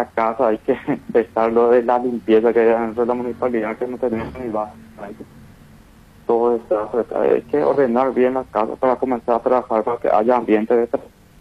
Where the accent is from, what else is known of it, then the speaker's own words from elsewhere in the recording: Hernandarias, Alto Paraná, Paraguay; somos prácticamente de la nueva generación. Y si es que nos cambiamos como hernandariense